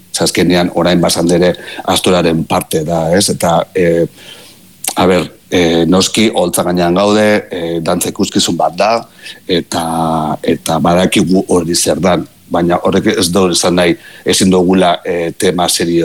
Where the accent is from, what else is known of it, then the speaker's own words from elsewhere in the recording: Basque Country, Spain; Euskalduna gara, Euskal Herria maite dugu, eta gure maitasuna hori dator gure begiradatik.